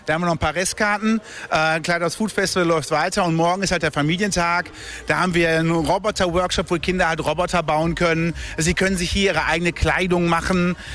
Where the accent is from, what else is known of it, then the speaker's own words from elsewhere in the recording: Dortmund, North Rhine-Westphalia, Germany; ich bin ja Dortmunder seit 49 Jahren